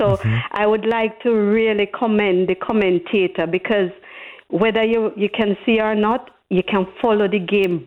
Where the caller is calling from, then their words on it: Jamaica; I'm from Jamaica